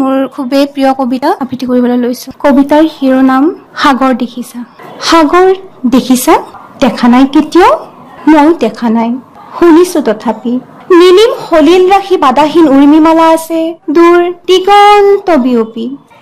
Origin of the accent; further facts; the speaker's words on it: Rangia, Assam, India; হয়, নমস্কাৰ … মই ৰঙিয়াৰ পৰা আহিছো।